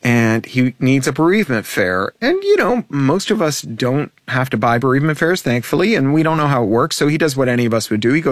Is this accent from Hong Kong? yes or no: no; Canada; especially poignant for me as a Canadian